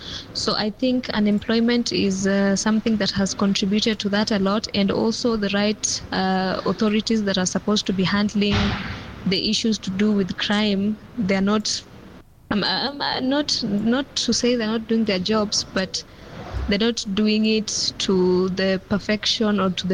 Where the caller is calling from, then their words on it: Nairobi, Kenya; I'm from Nairobi